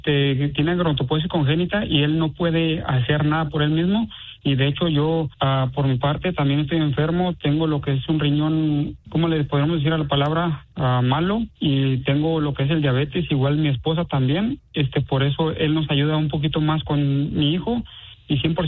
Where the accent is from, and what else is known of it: Guadalajara, Jalisco, Mexico